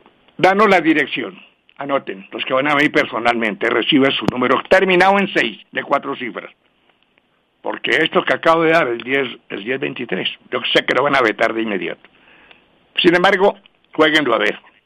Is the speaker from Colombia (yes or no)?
yes; Colombia; como buen colombiano, al candidato de mi preferencia